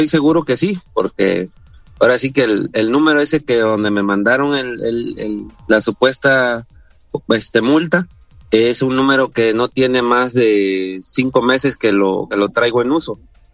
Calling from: Boca del Río, Veracruz, Mexico; Yo vivo en Puente Moreno, pero por lo regular ando en lo que es Boca del Río, Veracruz y centro, bueno, zona sur de Veracruz, lo que es entre Boca del Río y Veracruz, se podría decir.

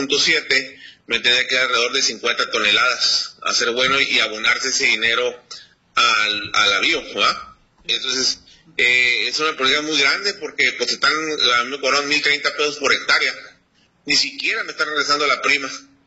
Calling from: Lázaro Cárdenas, Baja California, Mexico; Aquí en Lázaro Cárdenas, Nacho.

